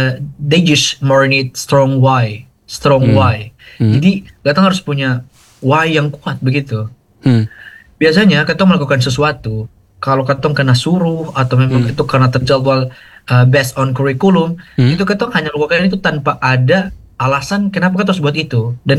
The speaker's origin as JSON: {"language": "Indonesian", "region": "East Nusa Tenggara", "country": "Indonesia", "said": "saya dari NTT."}